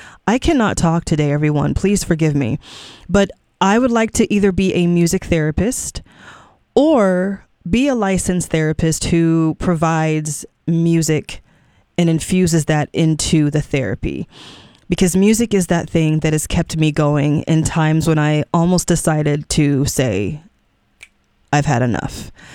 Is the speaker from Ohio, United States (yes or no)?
no; California, United States; I'm from California